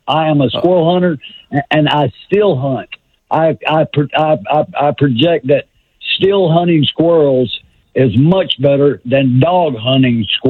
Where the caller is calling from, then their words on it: Corinth, Mississippi, United States; I'm from Corinth, Mississippi, and that's just over the Tennessee line, just down from Shiloh